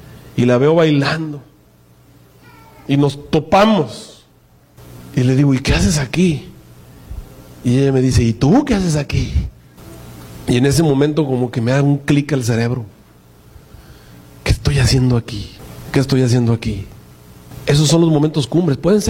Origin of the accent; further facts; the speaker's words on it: Mexico; decimos los mexicanos